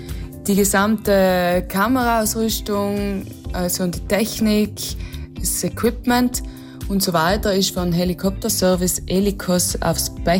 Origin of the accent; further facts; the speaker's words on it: Trentino-Alto Adige, Italy; Für mich als Südtirolerin